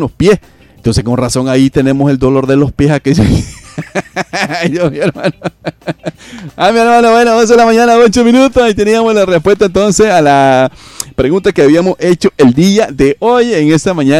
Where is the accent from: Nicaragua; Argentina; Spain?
Nicaragua; Así somos los nicaragüenses